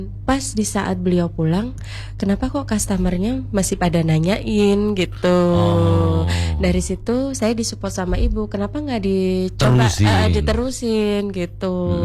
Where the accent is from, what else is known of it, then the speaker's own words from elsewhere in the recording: Bangil, East Java, Indonesia; moved away; Karena saya asli Bangil ya.